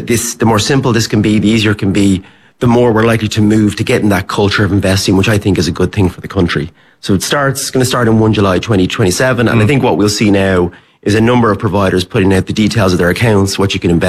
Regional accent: Ireland

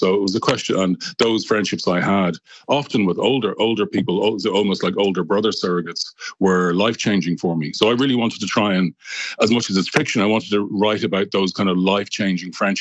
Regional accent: Dublin, Leinster, Ireland; accent: Dublin; now in Glasgow, United Kingdom; talking to you from Glasgow today, where I work at a university, the University of Strathclyde. But my accent is very much from Dublin, and I imagine that I'm culturally Irish still.

